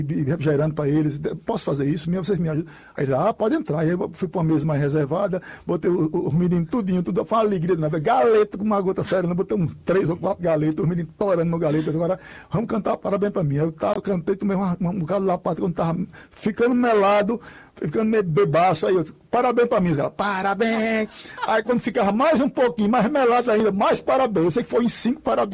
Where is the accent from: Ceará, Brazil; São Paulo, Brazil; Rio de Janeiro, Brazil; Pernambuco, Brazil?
Pernambuco, Brazil; Floresta; born there; also born or lived in Tacaratu; nasci em Floresta do Navio. Fui adotado por Tacaratu, que é a cidade do meu coração, a cidade que eu amo muito, Tacaratu, e moro em Tacaratu praticamente.